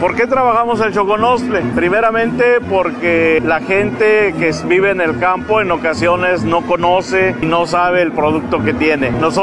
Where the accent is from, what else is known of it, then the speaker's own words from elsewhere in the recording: Mixquiahuala, Hidalgo, Mexico; Venimos del municipio de Mixquiahuala, Hidalgo.